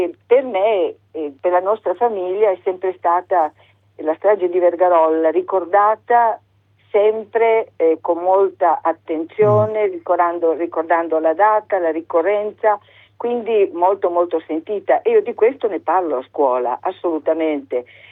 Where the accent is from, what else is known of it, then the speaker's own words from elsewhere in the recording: Vrsar, Istria County, Croatia; io sono di Orsera